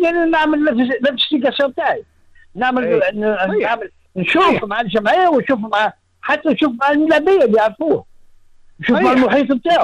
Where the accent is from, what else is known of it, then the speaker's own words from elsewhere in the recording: southern Tunisia, Tunisia; انا من الجنوب التونسي